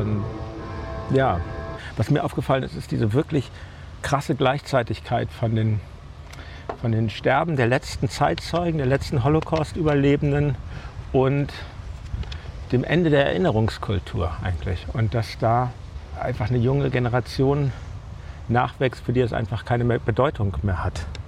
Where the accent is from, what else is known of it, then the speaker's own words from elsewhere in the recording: Germany; Ich bin Deutscher